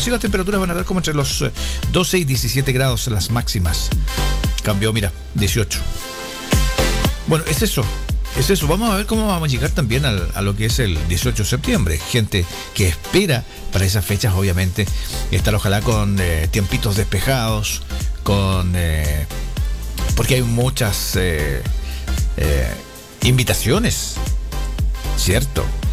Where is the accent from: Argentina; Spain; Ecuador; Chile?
Chile; somos patriotas, somos chilenos, somos gente que nos gusta donde estamos viviendo, nuestras tradiciones y todo ese tipo de cosas.